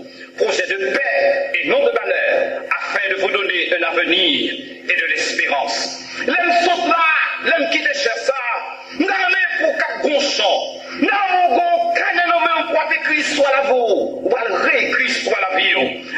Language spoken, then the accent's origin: French; Haiti; où je suis un haïtien qui est attaché à le pays ça